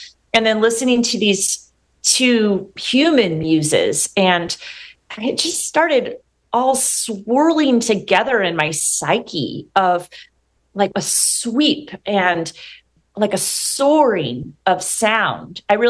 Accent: St. Louis, Missouri, United States; moved away; my family actually moved to my hometown of St. Louis, Missouri, and we lived near the grandparents.

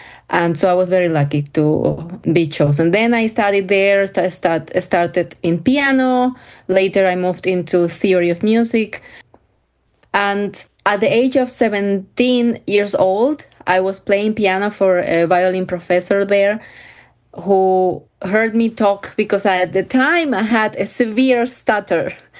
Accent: San Germán, Holguín, Cuba; moved away; I was born and raised in Cuba, in San Germán, a town in the province of Holguín in Cuba.

